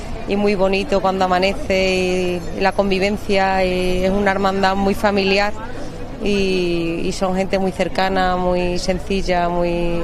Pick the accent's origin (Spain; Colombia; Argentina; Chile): Spain; Extremadura; now in Cádiz, Spain; No, vivo en Cádiz, soy extremeña, sí, y nunca había hecho el camino.